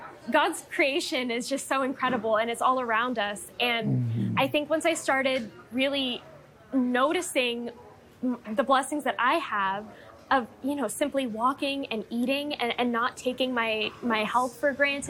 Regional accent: San Antonio, Texas, United States; I'm originally actually from San Antonio, Texas.

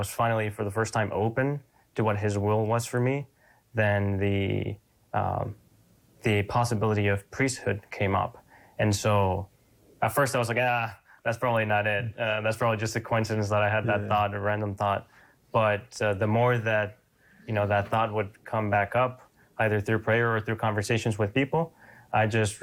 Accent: Piedras Negras, Coahuila, Mexico; first language Spanish; English is a second language; moved away as an adult; also born or lived in Eagle Pass, Texas; now in Texas, United States; But I was born there, and I grew up right across the border in Piedras Negras.

